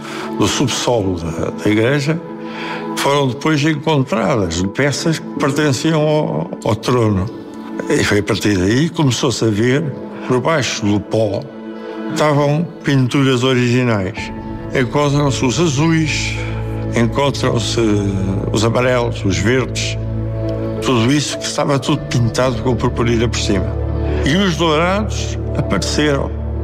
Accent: Salvaterra de Magos, Portugal; Sou natural aqui de Salvaterra

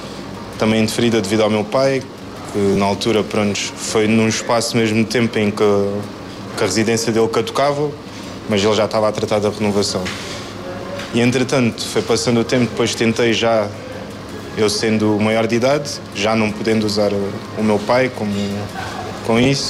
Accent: Portugal; Cabo Verde, adoro, vai estar sempre aqui, está no sangue, mas o meu país é aqui. Foi onde eu nasci, foi onde eu fui criado, é onde eu tenho amigos, família, tenho tudo.

